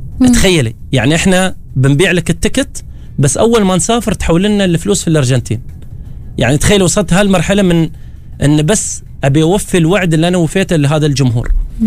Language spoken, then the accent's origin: Arabic; Oman; now in Qatar; إحنا كطبعنا كعمانيين وأنا عشت في قطر،